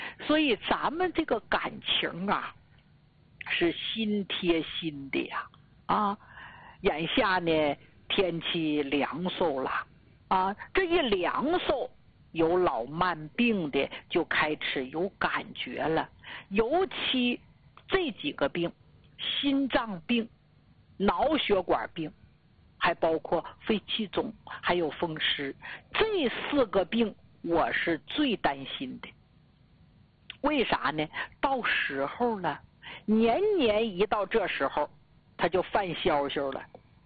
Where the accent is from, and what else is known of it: Northeast China, China